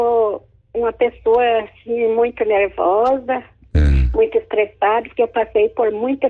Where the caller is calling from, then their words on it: Curitibanos, Santa Catarina, Brazil; Eu sou de Curitibano, Santa Catarina